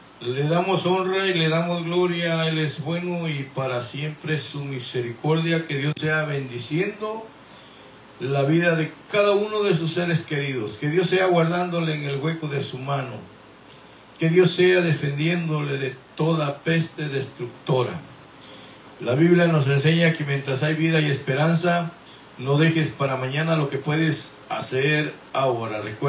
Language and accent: Spanish; Guatemala; moved away as an adult; now in Houston, United States; yo también soy nacido allá en la República de Guatemala. Y habito y vivo aquí en Houston, Texas, por ya pasadito de 30 años